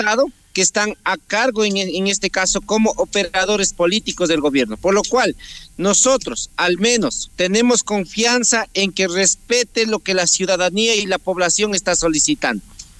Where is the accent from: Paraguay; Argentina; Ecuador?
Ecuador; desde la comuna de Perapán, de donde soy yo.